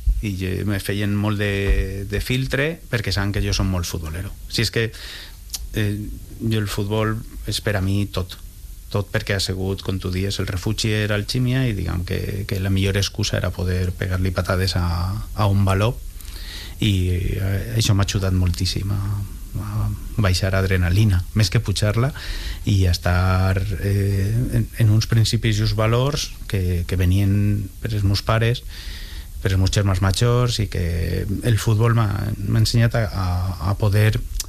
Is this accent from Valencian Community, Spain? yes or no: yes; Valencian Community, Spain; now in Valencia, Spain; cap al meu poble, cap al Ximià d'Alfara